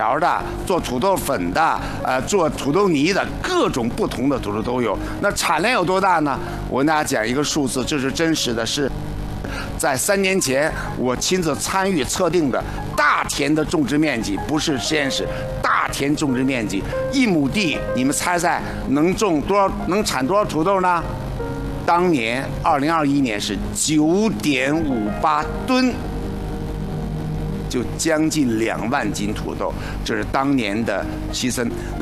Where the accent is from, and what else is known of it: China